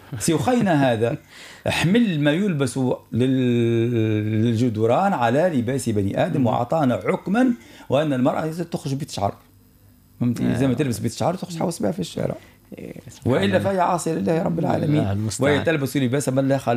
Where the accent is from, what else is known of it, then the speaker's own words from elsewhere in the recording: Tunisia; أنا تونسي